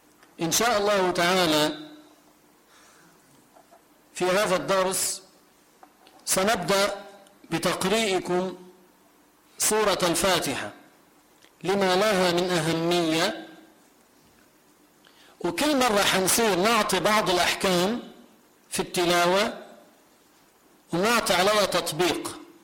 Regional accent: Lebanon; مثل ما عندنا بلبنان

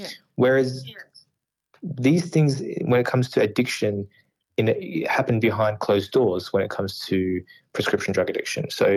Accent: Sydney, New South Wales, Australia; I'm from Sydney and I can't get from my home to the city without paying some sort of toll

